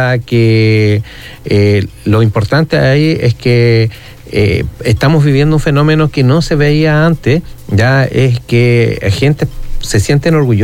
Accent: Chile; now in Los Vilos, Chile

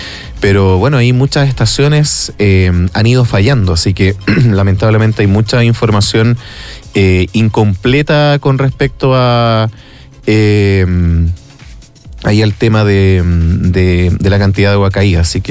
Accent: Los Vilos, Coquimbo, Chile; born there; quienes somos nacidos en Los Vilos

